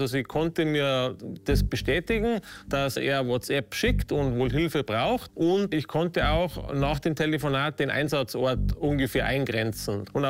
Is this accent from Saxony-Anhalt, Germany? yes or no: no; Ramsau, Bavaria, Germany